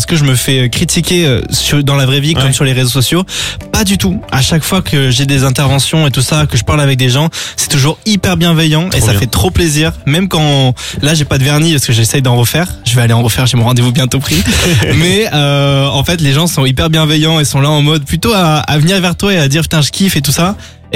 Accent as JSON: {"language": "French", "town": "Toulouse", "region": "Occitanie", "country": "France", "said": "Enfin, je viens de Toulouse."}